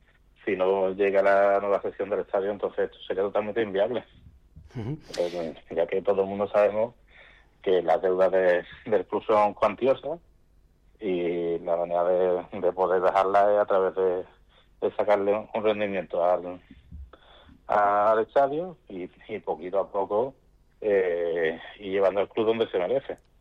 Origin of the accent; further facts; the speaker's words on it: Écija, Andalusia, Spain; todos somos de Écija